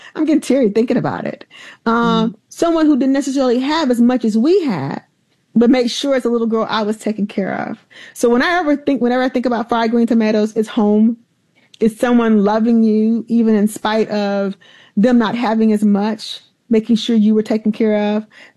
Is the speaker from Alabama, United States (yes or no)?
yes; Alabama, United States; So when I was a little girl, like I said, growing up in the South in Alabama, my grandfather built our home